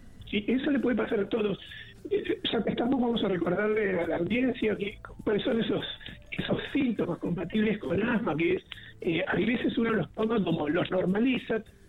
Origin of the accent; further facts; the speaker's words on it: Buenos Aires, Argentina; Por más de que no somos de Córdoba, después él volvió a Buenos Aires, donde es mi familia